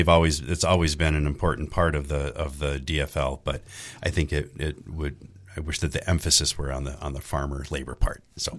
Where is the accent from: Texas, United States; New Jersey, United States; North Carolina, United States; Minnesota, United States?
Minnesota, United States; Litchfield; moved away as an adult; So I was born and raised in Litchfield, Minnesota. And like I was mentioning, I come from farming stock, although I lived in town. My dad was the first generation to leave the farm.